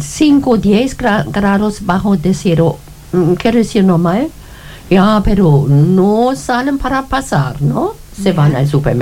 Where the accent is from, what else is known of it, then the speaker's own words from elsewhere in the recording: Magdeburg, Saxony-Anhalt, Germany; Spanish is a second language; now in Chile; yo soy de Magdeburgo, la capital de Sachsen-Anhalt, Alemania Este.